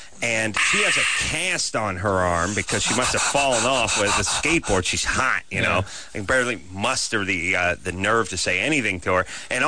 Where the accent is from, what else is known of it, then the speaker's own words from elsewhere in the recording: North Hollywood, California, United States; Well, I grew up in North Hollywood, so half the people just become grips and directors.